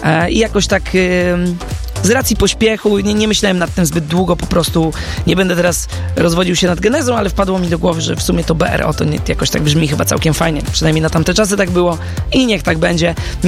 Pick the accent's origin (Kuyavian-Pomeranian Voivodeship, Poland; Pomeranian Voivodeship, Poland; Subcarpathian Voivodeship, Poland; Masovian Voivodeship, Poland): Masovian Voivodeship, Poland; Warsaw; Ale na pewno było to gdzieś na osiedlu, na którym się wychowałem, w warszawskim Wawrze.